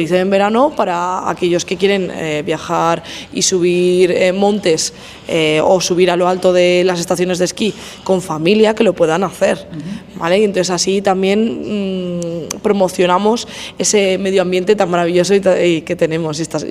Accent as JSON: {"language": "Spanish", "region": "Aragon", "country": "Spain"}